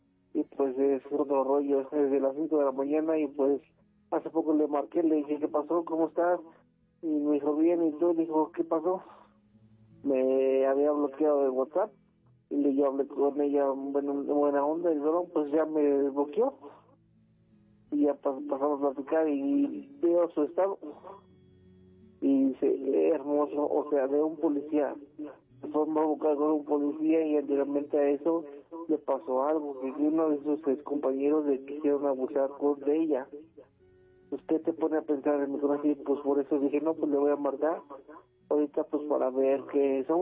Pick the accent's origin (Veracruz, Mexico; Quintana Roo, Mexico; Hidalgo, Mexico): Hidalgo, Mexico; Tulancingo; moved away; Es donde yo soy, originario de Tulancingo, Hidalgo.